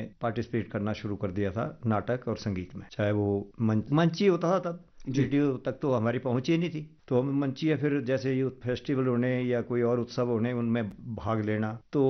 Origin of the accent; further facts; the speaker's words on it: Bidrohi, Himachal Pradesh, India; also born or lived in Bilaspur; बचपन जी मेरा तहसील सरकाघाट, मेरा गाँव का नाम है बिद्रोही, और बिद्रोही गाँव लगभग रिवालसर से कोई 20 किलोमीटर आगे है, बहुत इंटीरियर का गांव है।